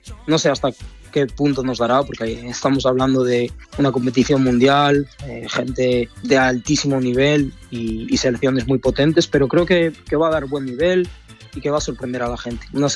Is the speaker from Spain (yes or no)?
yes; Spain; Mi color de piel así lo dice también, pero obviamente soy español y también me siento español.